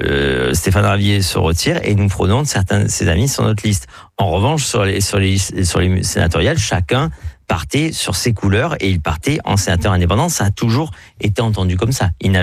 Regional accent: France; C'est en effet ce que nous, on dira en tant que Français, l'assimilation

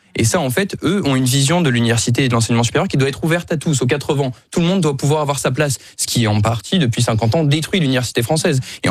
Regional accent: south of France, France; J'ai eu une université de droit à Nice, puisque je venais du Sud, j'ai eu celle de Aix

